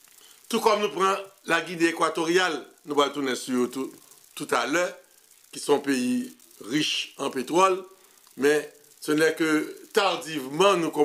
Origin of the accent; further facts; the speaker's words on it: Haiti; c'est ça qui concerne nous en tant qu'haïtien.